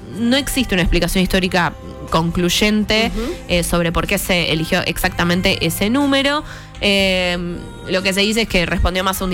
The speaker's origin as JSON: {"language": "Spanish", "country": "Argentina", "said": "nuestra identidad como argentinos"}